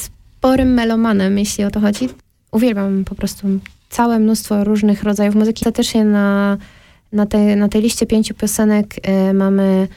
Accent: Częstochowa, Silesian Voivodeship, Poland; born or raised there

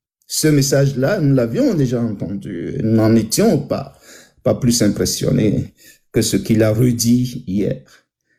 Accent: Lomé, Maritime, Togo; born there; Je suis né à Lomé, à quelques mètres de la maison de Sylvanus Olympio. Je suis né à Lomé. Je parle Mina, je connais le Togo, je connais les gens.

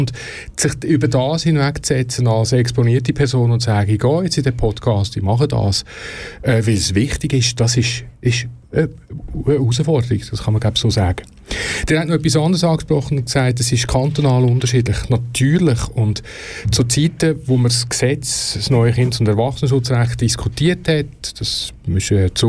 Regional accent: Aargau, Switzerland; Wie im Bier, wo ich aufgewachsen bin.

